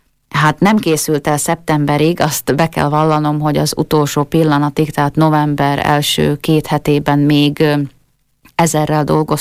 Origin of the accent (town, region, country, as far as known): Slovakia